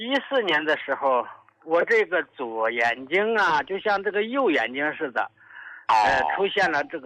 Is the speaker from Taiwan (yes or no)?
no; Northeast China, China; moved away as an adult; now in Xiamen, China; 我老家呢是东北的，由于这个工作的原因，后来呢来到了这个厦门定居了。